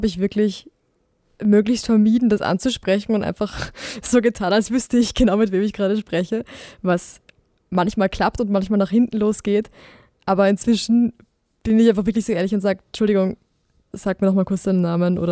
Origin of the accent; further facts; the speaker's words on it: Burgenland, Austria; ich bin im Burgenland aufgewachsen und wohne auch immer noch dort